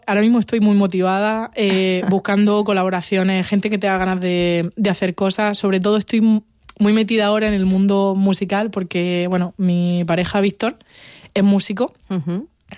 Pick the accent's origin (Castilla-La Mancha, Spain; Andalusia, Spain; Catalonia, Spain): Andalusia, Spain; Tabernas; also born or lived in Oslo, Norway; now in Almería, Spain; del teatro de mi pueblo, ahí en Taberna